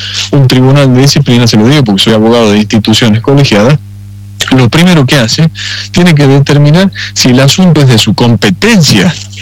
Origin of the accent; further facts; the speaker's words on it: Chilecito, La Rioja, Argentina; es un modo de transmitirle a mi tierra, a los chilesiteños y a las chilesiteñas